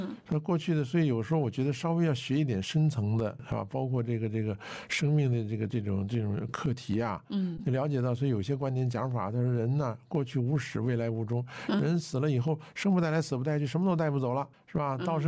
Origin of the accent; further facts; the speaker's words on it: China; 我们中国人他就有这种美德